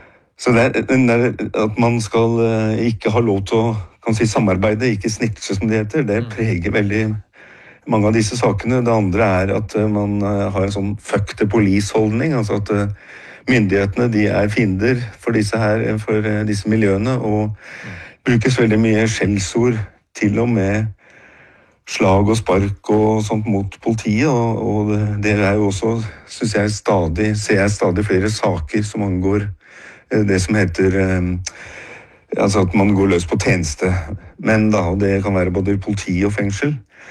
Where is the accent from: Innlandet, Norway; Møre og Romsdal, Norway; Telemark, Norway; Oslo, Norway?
Oslo, Norway; Det går jo en lang linje fra da jeg ble født og vokste opp i Groruddalen i nye blokker der.